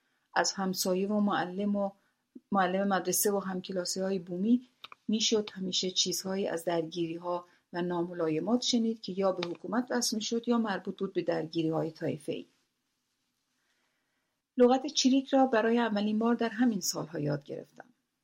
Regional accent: Abadan, Khuzestan, Iran; also born or lived in Shiraz; من در شیراز متولد شدم و متاسفانه علارغم علاقم به این شهر هیچگاه فرصت زندگی در بزرگسالی را در این شهر نداشتم

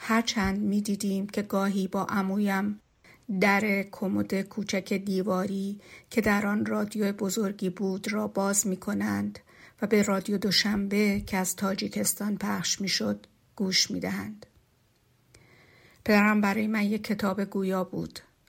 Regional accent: Gorgan, Golestan, Iran; در گرگان به دنیا آمدم. شهری که نه از دل انتخاب بلکه به واسطه انتقال کاری پدرم در آن ساکن شدیم. شهری دوست داشتنی با طبیعتی سبز و آسمانی اغلب ابری که نخستین تصویرهای کودکیم را شکل داد.

